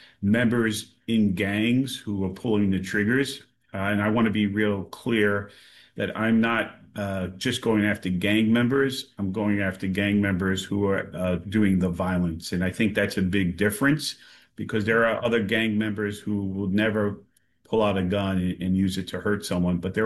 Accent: New York City, New York, United States; So I grew up in East New York mostly, and the neighborhood in East New York I grew up in, you know, in the 80s and 90s, was considered high crime.

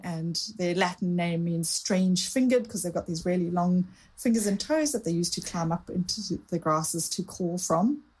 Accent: KwaZulu-Natal, South Africa; it was actually discovered in my hometown in the southern Drakensberg Mountains

